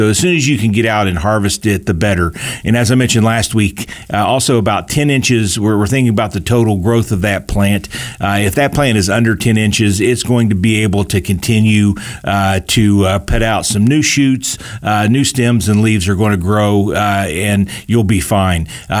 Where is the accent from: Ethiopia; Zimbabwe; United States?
United States; West Virginia; Most people know that I came from West Virginia, and we had some mountain farms that we worked with.